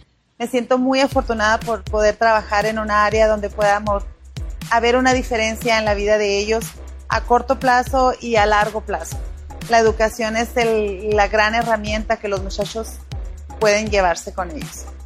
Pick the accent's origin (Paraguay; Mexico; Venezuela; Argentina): Mexico; moved away as an adult; now in United States; Mi experiencia como mexicana en Estados Unidos ha sido hermosa. Yo empecé como estudiante. Terminé mi prepa en México